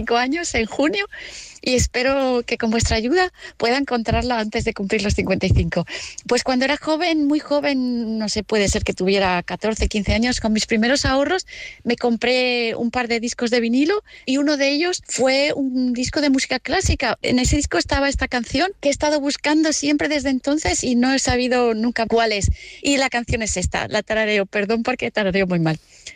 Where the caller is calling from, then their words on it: Vigo, Galicia, Spain